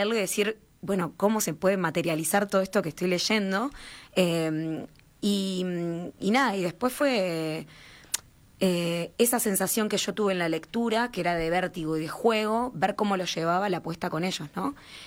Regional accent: Uruguay; como uruguaya, no conocía la historia de la masacre de Ezeiza

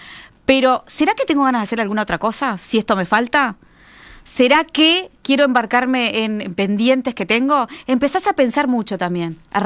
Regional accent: Uruguay

